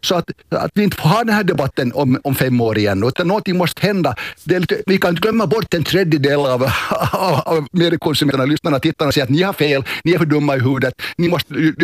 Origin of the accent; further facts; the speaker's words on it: Finland; now in Sweden; Men en sak som jag också som finlandssvensk i förskingringen här i Sverige är jätteorolig för